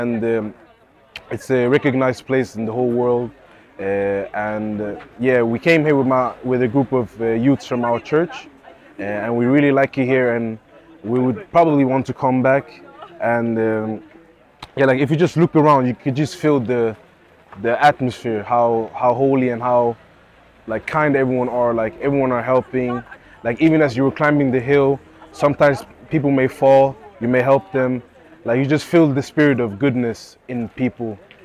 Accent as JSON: {"language": "English", "country": "Sweden", "said": "I'm from Sweden."}